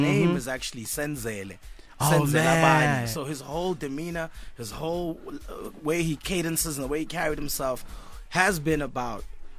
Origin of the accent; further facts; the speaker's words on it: Durban, KwaZulu-Natal, South Africa; also born or lived in Pietermaritzburg; I'm born in Pietermaritzburg. Mm-hmm. I'm raised in Durban. I grew up as a Durban person.